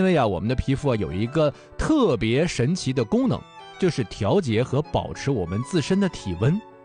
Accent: northern China, China; 尤其是作为北方人呐

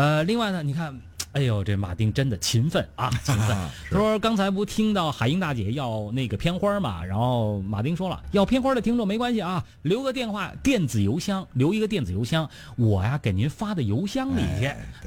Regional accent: Beijing, China; 咱们北京人啊，就是说那个有条件当然讲究了，就是即便没条件都穷讲究，

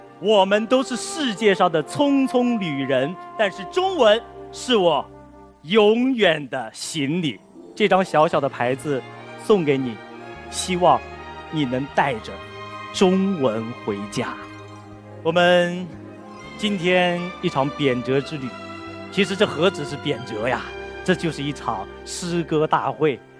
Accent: Jiangsu, China; now in Guangdong, China; 我是一个江苏人，现在生活在广东地区。

